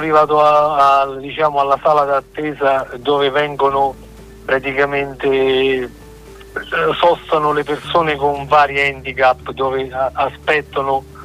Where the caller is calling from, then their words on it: Sora, Lazio, Italy; io sono partito da Sora, qui in provincia di Frosinone